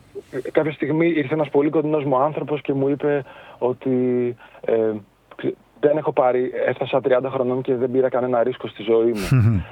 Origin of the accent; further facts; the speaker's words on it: Athens, Attica, Greece; Νομίζω ότι είναι και κάτι που ως Αθηναίος και ως έχοντας ζήσει όλη μου τη ζωή σε αυτή τη δύσκολη πόλη, θα έλεγα εγώ